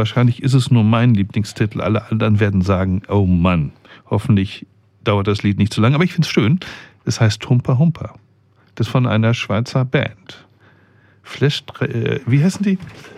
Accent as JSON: {"language": "German", "town": "Herne", "region": "North Rhine-Westphalia", "country": "Germany", "moved": "yes", "said": "Und meine Eltern, also wir kommen ja ursprünglich aus dem Ruhrpott, ne? Aus Herne."}